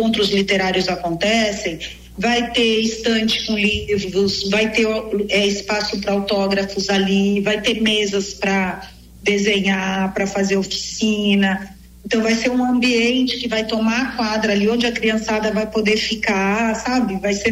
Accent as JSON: {"language": "Portuguese", "town": "Paraty", "region": "Rio de Janeiro", "country": "Brazil", "tie": "born or raised there", "said": "Eu sou de Paraty, né? Nascida e criada aqui."}